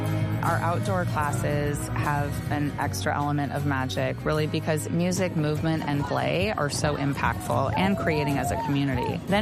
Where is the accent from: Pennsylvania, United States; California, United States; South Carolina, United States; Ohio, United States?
California, United States; San Francisco; I spent a lot of time growing up in San Francisco as well